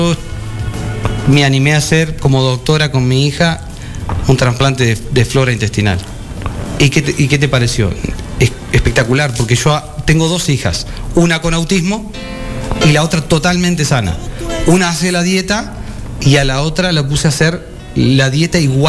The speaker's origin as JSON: {"language": "Spanish", "region": "Salto", "country": "Uruguay", "tie": "born or raised there", "also_born_or_lived": "Montevideo / Canelones", "said": "Sí, yo soy nacido y nacido en Montevideo, criado hasta los 12 años acá en Salto."}